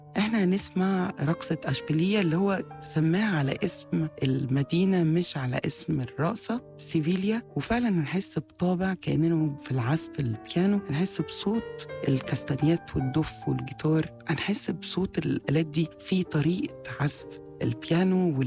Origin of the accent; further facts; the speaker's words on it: Egypt; بتخليها دايماً قريبة لذوقنا كمصريين أو في العالم العربي أو العالم الشرقي بشكل عام.